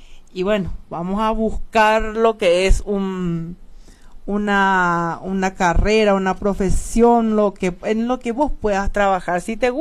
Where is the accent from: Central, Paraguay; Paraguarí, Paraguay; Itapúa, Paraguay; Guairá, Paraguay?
Paraguarí, Paraguay; Carapeguá; moved away; para mí mi patria chica es Carapeguá.